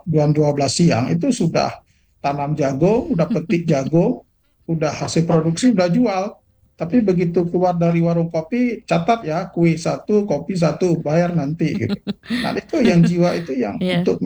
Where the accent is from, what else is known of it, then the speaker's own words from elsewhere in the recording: Aceh, Indonesia; kita Aceh Utara dan wilayah Timur